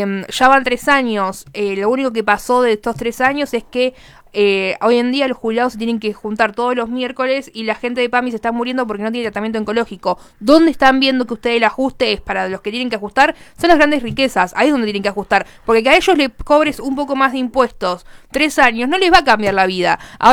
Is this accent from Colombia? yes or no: no; Argentina